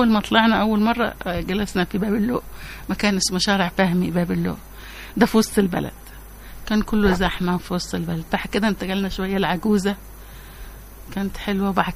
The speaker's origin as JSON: {"language": "Arabic", "country": "Yemen", "said": "كنت أقوم أنا أقول يمنية، في واحدة سودانية، واحد تقوم فلسطينية تقول فلسطينية، فكان أنت يمنية كلامش مش باين أنا يمني"}